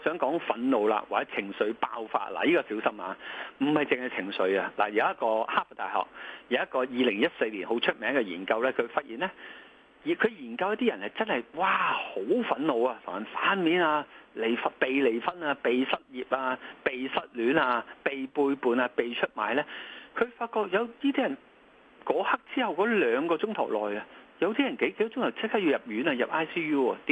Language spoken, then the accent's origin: Cantonese; Hong Kong; 我作為香港人、作為廣東人